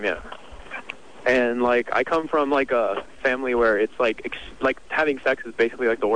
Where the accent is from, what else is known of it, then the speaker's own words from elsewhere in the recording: Egypt; I'm from Egypt.